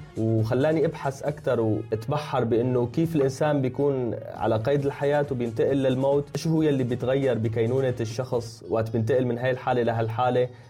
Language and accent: Arabic; Syria; moved away; هلأ أنا ببداية رحلتي من سوريا لتركيا بصراحة ما كنت إنسان بعتبر نفسي مثقف،